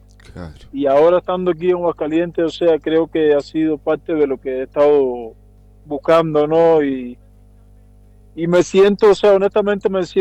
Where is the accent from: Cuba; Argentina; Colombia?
Cuba; now in Mexico; Estoy trabajando en un álbum ahora mismo que es parte de todo el proceso desde que salí de Cuba hasta ahora aquí, hasta lo que he estado viviendo actualmente ahora aquí en México.